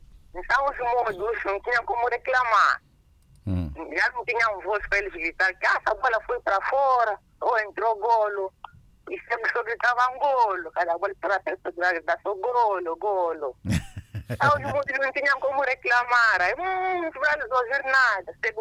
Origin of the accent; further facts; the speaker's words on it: Niassa, Mozambique; now in Maputo, Mozambique; Sou natural de Niassa, mas por enquanto estou aqui em Maputo.